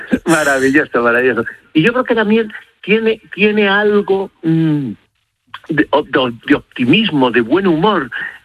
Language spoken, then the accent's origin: Spanish; Castile and León, Spain; ella era de Genostiaco y él era de cerca de mi pueblo, era de Piedrahíta, de al lado